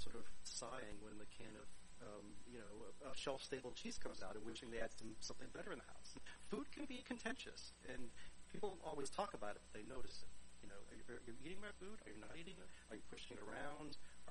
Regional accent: Charleston, West Virginia, United States; You know, I grew up in Charleston, West Virginia, and lived in the suburbs.

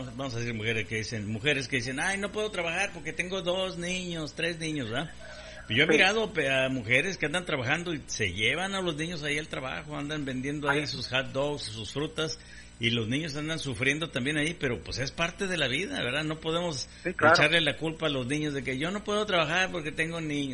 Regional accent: Guadalajara, Jalisco, Mexico; Yo soy tapatío porque soy de Guadalajara y los de Guadalajara somos tapatíos.

